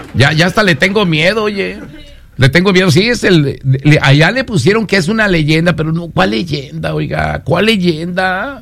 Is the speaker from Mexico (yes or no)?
yes; Ciudad Guzmán, Jalisco, Mexico; este Tala es de Ciudad Guzmán, Jalisco, es de mi pueblo. Yo lo enseñé a porterear al hijo de la madre.